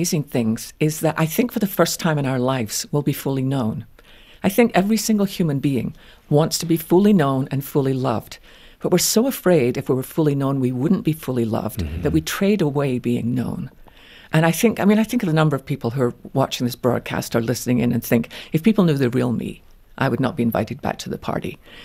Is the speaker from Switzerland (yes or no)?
no; Scotland, United Kingdom; born or raised there